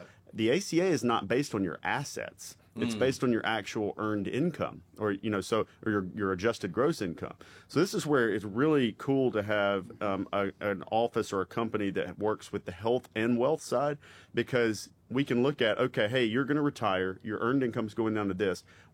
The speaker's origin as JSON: {"language": "English", "region": "Mississippi", "country": "United States", "said": "I'm from Mississippi, and when we'd have these call centers, you'd hear the calls."}